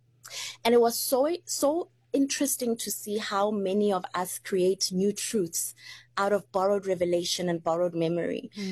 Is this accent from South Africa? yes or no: yes; South Africa; as a South African